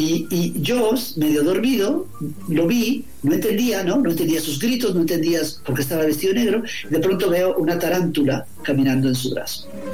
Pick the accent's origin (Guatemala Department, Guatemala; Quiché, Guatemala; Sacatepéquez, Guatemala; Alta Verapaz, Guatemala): Guatemala Department, Guatemala; Guatemala City; moved away; yo soy guatemalteco, somos guatemaltecos